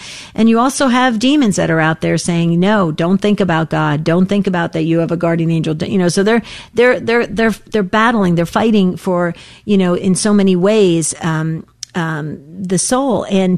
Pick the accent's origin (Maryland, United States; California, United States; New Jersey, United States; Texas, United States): New Jersey, United States; now in Arizona, United States; I grew up in New Jersey